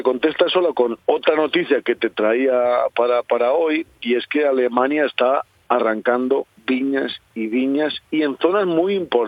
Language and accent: Spanish; Toro, Castile and León, Spain; la de mi pueblo, la de Toro.